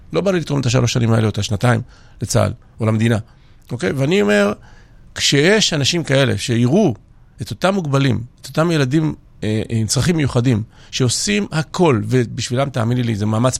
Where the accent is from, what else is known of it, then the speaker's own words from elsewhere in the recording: Georgia; now in Israel; טוב, אז בתור ילד בגיאורגיה, לפני שעליתי לארץ, הייתי תלמיד מצטיין.